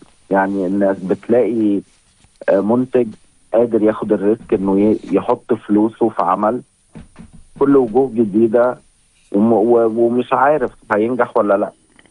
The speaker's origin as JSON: {"language": "Arabic", "country": "Egypt", "said": "هو نفس الحال ده عندنا في مصر"}